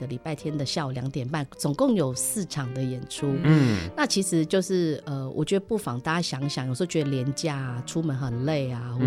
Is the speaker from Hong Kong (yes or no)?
no; Taiwan; 那因为大家讲到台湾人，我们台湾人其实 最主要就是食物，